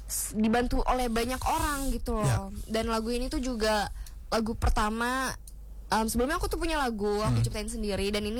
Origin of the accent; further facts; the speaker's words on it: Depok, West Java, Indonesia; born there; now in Bali, Indonesia; Tapi aku tuh baru pindah ke Bali itu tahun 2020. Aku lahir tuh di Depok.